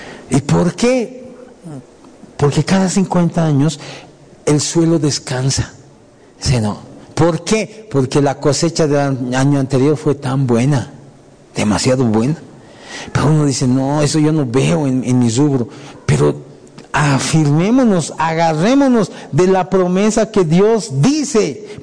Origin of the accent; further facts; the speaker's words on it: Bolivia; Nosotros también somos bolivianos.